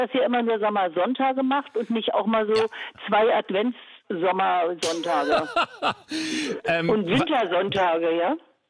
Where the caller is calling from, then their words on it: Berlin, Germany; Ich rufe aus Berlin-Wilmersdorf an.